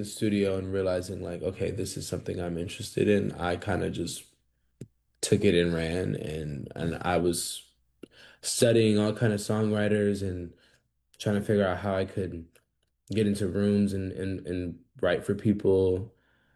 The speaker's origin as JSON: {"language": "English", "region": "Florida", "country": "United States", "tie": "born or raised there", "said": "My dialect, the music that I listened to growing up, there's so many sprinkles of my hometown in my music, for sure."}